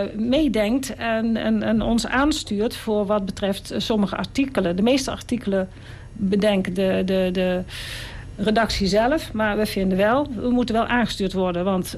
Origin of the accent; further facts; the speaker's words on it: Cuijk, North Brabant, Netherlands; Ik kom uit Kuik.